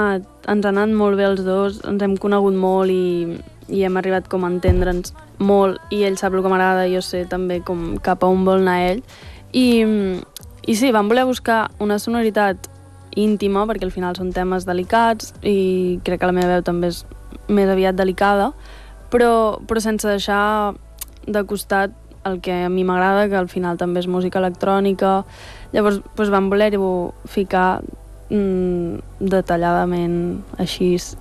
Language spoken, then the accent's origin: Catalan; La Bisbal d'Empordà, Catalonia, Spain; tots som de la Bisbal